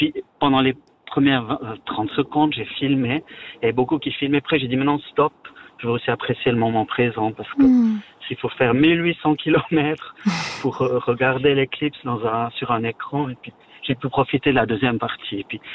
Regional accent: Valais, Switzerland; Oui, alors je vous appelle. Donc, je suis valaisan, encore.

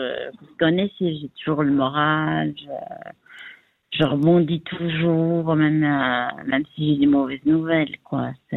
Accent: Geneva, Switzerland; Alors, moi, je suis genevoise, donc je suis revenue dans mes terres, mais je trouve qu'il y a quand même pas mal de violence à Genève.

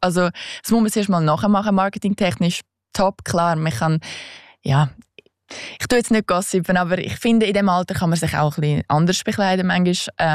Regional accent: Switzerland; weil wenn du so als Schweizer in den Tee gehst und keine Ahnung hast.

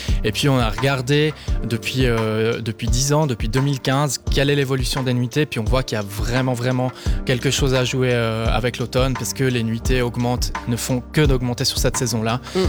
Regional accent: Switzerland; ça me fait tellement rêvé en tant que Suisse

